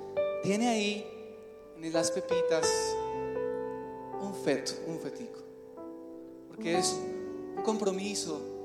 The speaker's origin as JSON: {"language": "Spanish", "country": "Colombia", "moved": "yes", "lives_now": "Mexico", "said": "Yo soy de Colombia, pero allá queremos mucho a la guadalupana."}